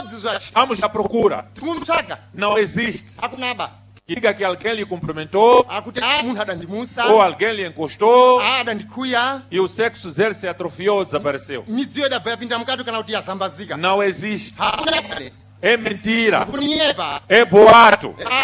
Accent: Mozambique; como moçambicanos, somos um povo de paz.

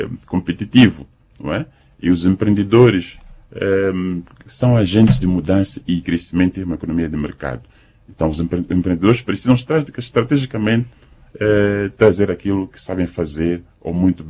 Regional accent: Mozambique; que é a responsabilidade de cada um de nós como moçambicanos.

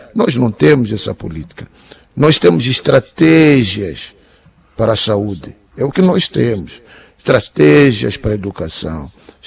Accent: Mozambique; Nós somos moçambicanos.

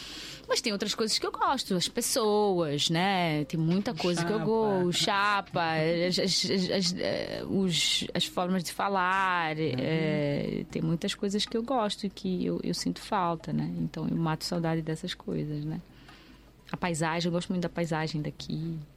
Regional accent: Mozambique

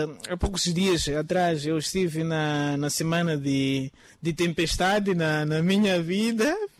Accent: Nhamatanda, Sofala, Mozambique; moved away as an adult; now in Beira, Mozambique; como eu sou de Nhamatanda

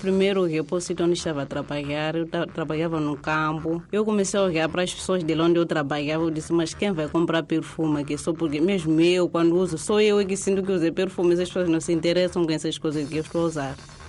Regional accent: Manjacaze, Gaza, Mozambique; Sou natural de Manjacaze.

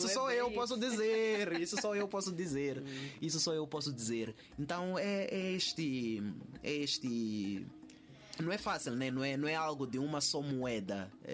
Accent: Maputo, Maputo City, Mozambique; now in Portugal; Eu nasci em Maputo, cresci entre os bairros Ndavela, Zona Verde, T3. Ali é a minha malta, é o meu chão. E pronto, e dali voei

